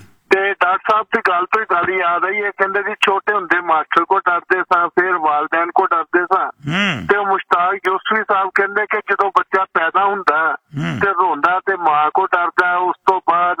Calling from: Multan, Punjab, Pakistan; ਮੈਂ ਮੁਲਤਾਨ ਤੋਂ ਜੇ ਤੇ ਬੜਾ ਰੋਜ਼ ਹੀ ਸੁਣਦਾ ਤੁਹਾਨੂੰ, ਮਜ਼ਾ ਆਉਂਦਾ ਤੁਹਾਡੀ ਤਿਆਰੀ ਦਾ।

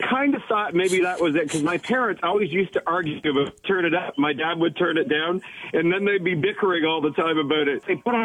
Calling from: Milton, Ontario, Canada; I'm on a farm just outside of Milton.

